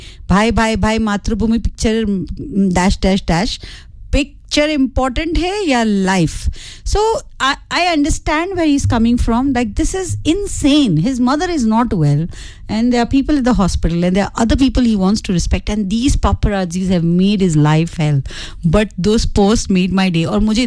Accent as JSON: {"language": "Hindi", "town": "Mumbai", "region": "Maharashtra", "country": "India", "said": "मैं खुद मुंबई से हूँ, फिर मैंने एक को बोला कि भाई देख मैं भी मुंबई से हूँ"}